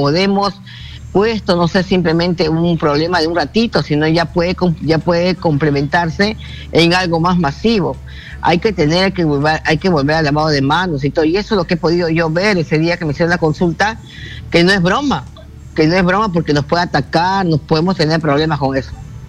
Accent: Peru; somos nacionalistas, porque como nacionalistas y peruanos trabajamos y nos sacamos el ancho.

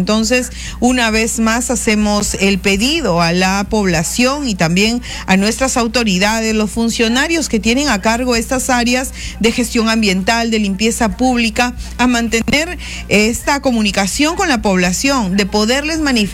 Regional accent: Piura, Peru; nuestra tierra, en la región Piura

